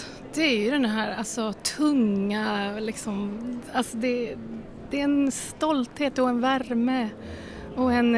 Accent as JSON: {"language": "Swedish", "region": "Åland", "country": "Finland", "said": "ska vara hemma på Åland där jag kommer ifrån."}